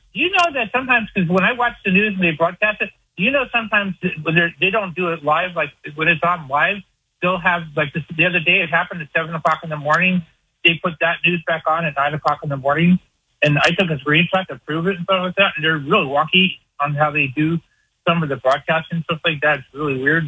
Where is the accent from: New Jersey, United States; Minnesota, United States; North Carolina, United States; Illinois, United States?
New Jersey, United States; Yeah, I'm from New Jersey, North New Jersey, yep.